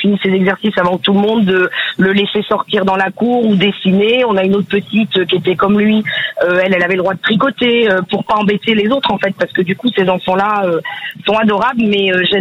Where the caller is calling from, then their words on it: Blanzay, Nouvelle-Aquitaine, France; de Civray dans la Vienne, bon, enfin, Blanzais exactement.